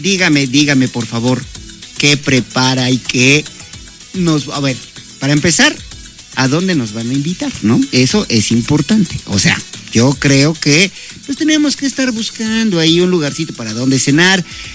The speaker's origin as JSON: {"language": "Spanish", "country": "Mexico", "said": "imagínense qué bonito de verdad es estar celebrando que somos mexicanos, que somos personas trabajadoras"}